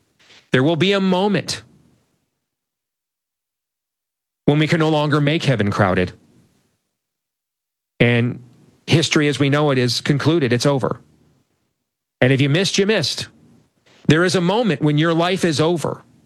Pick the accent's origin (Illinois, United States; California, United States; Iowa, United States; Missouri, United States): Iowa, United States; also born or lived in Michigan; I'll talk about my home state of Iowa, my former home state of Michigan.